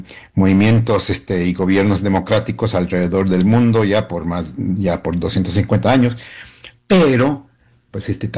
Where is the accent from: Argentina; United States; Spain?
United States; born there; porque yo nací acá, hijo y nieto de migrantes de México y de El Salvador, mi verdad en decir que yo soy de Estados Unidos, estadounidense